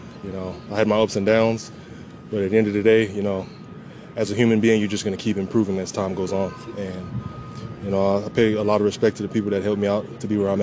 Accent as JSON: {"language": "English", "town": "Houston", "region": "Texas", "country": "United States", "tie": "born or raised there", "said": "You know, my hometown is in Houston. I grew up in Houston."}